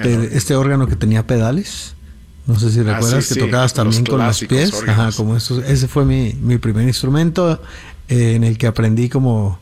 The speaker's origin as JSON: {"language": "Spanish", "town": "Guadalajara", "region": "Jalisco", "country": "Mexico", "said": "ayer estuvimos más o menos a la misma temperatura en Guadalajara, que es de donde yo soy."}